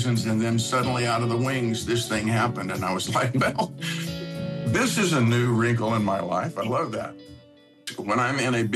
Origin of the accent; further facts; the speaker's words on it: Waco, Texas, United States; moved away; I am from Waco, Texas. I'm from Midway High School. I went to Baylor University.